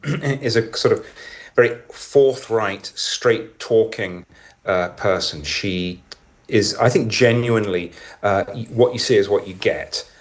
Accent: United Kingdom; now in Italy; as a British correspondent here in Italy

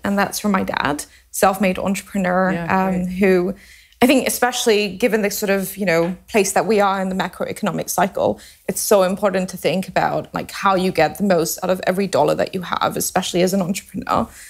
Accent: Singapore; moved away as an adult; now in United Kingdom; I'm born in Singapore. I was raised in Singapore.

